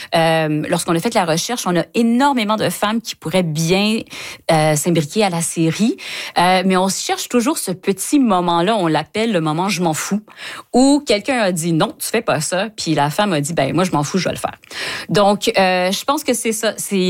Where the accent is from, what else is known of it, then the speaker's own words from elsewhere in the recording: Ontario, Canada; en ayant grandi en tant que franco-ontarienne, on avait très peu de choses qui étaient faites pour nous.